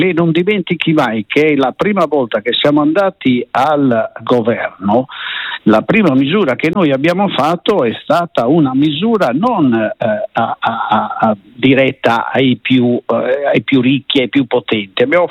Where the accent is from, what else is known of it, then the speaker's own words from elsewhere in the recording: Sassari, Sardinia, Italy; born there; io personalmente poi sono nato nella stessa città dove è nato Enrico Berlinguer